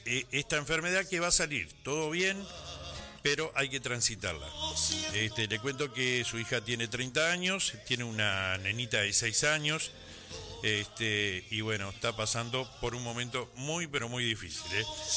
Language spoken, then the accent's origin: Spanish; Uruguay